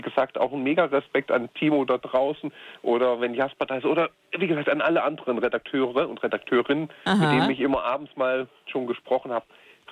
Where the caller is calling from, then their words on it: Erfurt, Thuringia, Germany; ich komme aus Erfurt